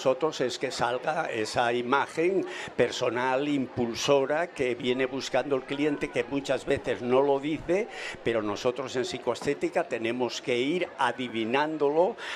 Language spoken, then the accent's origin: Spanish; Aller, Asturias, Spain; born there; now in Oviedo, Spain; Yo soy del concejo de Ayer, nací en San Miguel de Nembra, soy el último de 7 hermanos, de una familia humilde y trabajadora